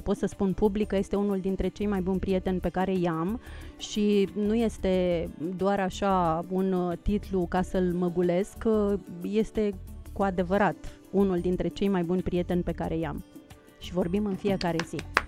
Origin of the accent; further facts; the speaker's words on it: Moldavia, Romania; accent: Moldavian; Simt că nu am scăpat de accent. Simt lucrul acesta. Și când sunt în preajma moldovenilor, am senzația că trădez. Că trădez. Că trădez dacă nu vorbesc moldovenește.